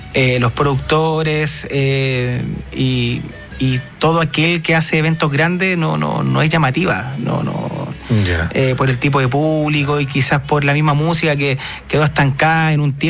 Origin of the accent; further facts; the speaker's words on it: Iquique, Tarapacá, Chile; now in Santiago, Chile; Antes, cuando yo estaba en Iquique, conectaba con estas fiestas, me preparaba para ir a estas fiestas. Uh-huh. Ahora que estoy acá en Santiago